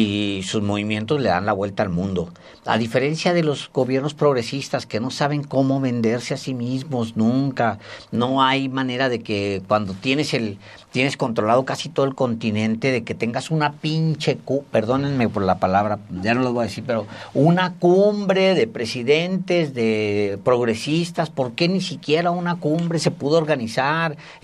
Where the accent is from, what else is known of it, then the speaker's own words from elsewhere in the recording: Ciudad Juárez, Chihuahua, Mexico; yo crecí en la frontera, como ustedes saben